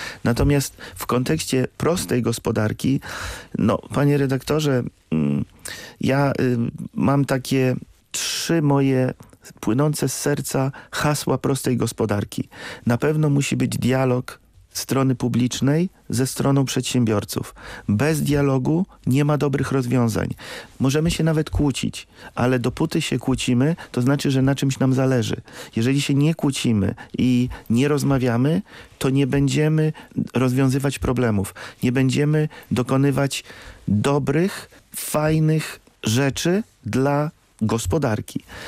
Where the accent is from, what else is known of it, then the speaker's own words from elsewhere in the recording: Lublin, Lublin Voivodeship, Poland; Jestem z Lublina